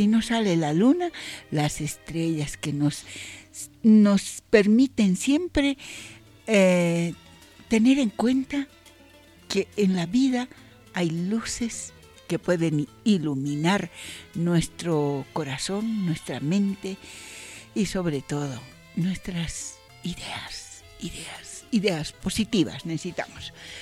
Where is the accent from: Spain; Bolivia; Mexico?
Bolivia; somos bolivianos